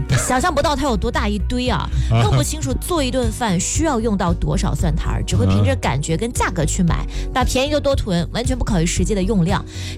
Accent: Henan, China; 作为河南人说

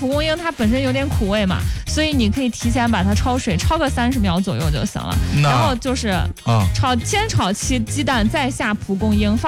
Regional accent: China

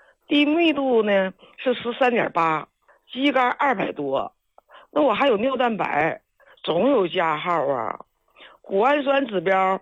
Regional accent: Daqing, Heilongjiang, China; 哎，我是大庆的。

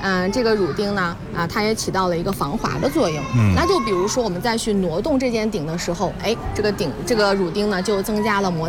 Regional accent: Henan, China; 像咱们河南人一样，是不是特别实在？

